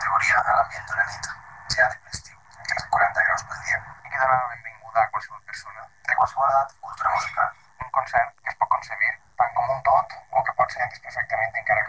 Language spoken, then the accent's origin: Catalan; Pego, Valencian Community, Spain; Venim amb moltíssima il·lusió al meu poble, a Pego, per fer passar al públic una nit de categoria